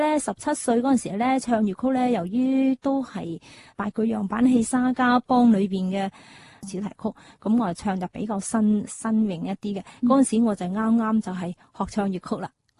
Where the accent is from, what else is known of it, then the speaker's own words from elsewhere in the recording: Guangzhou, Guangdong, China; 我自己身为系广州人，系广府嘅，即系饮住珠江水长大啦。我觉得广州文化咧真系好有韵味嘅。